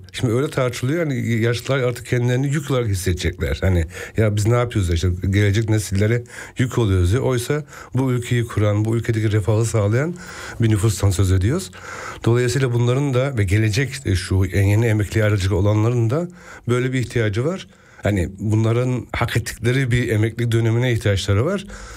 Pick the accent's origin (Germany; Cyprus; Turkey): Germany; ben burada meslek eğitimi yaptım, burada yetiştim.